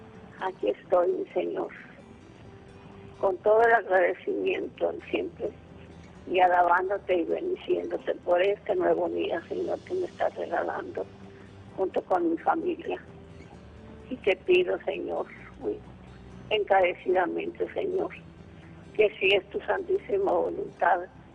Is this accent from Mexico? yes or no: yes; Guadalajara, Jalisco, Mexico; me concedas ir a mi tierra, a Guadalajara, porque te quiero ir a visitar ahí a tu santísima, Señor.